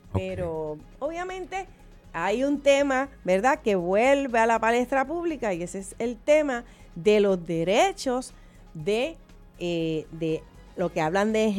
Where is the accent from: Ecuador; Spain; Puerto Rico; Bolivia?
Puerto Rico; born there; yo nací en Puerto Rico